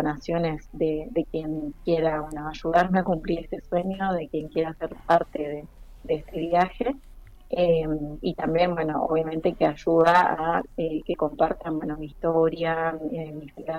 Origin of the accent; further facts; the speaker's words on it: Caleta Olivia, Santa Cruz, Argentina; born there; Mis papás no, yo y mis hermanos sí, nacimos todos en Caleta, mis papás son de Santiago del Estero y de Córdoba